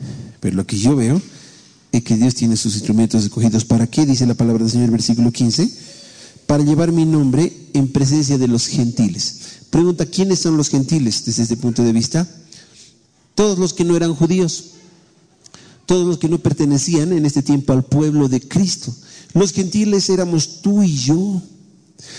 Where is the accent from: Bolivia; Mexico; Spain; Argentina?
Bolivia; Es como nosotros, digamos, como cultura boliviana